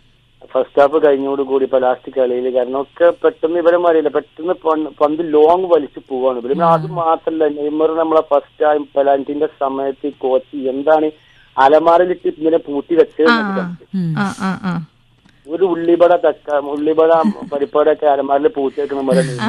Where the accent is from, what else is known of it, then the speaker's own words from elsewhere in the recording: Thiruvali, Kerala, India; now in Bangalore, India; Thiruvali madam.